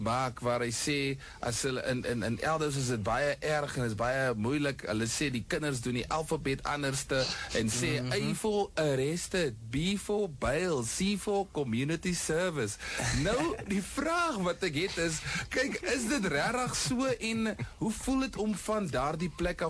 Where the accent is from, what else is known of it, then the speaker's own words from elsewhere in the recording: Bloemfontein, Free State, South Africa; ek kom ook van Bloemfontein af.